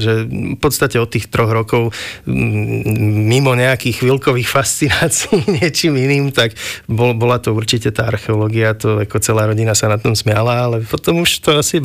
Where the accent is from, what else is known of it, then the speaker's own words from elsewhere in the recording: Martin, Žilina Region, Slovakia; moved away as an adult; now in Trnava, Slovakia; Som rodinný Martinčan, takže tu na Trnave som tak trošku ďaleko od domova. Vyrastol som teda v Martine, v krásnom meste medzi horami. V podstate som tam sa aj vrátil po vysokej škole na chvíľu.